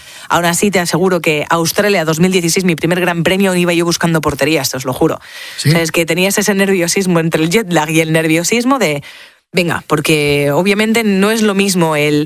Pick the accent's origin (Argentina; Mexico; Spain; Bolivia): Spain; yo soy española, no sé qué te pasa con nosotros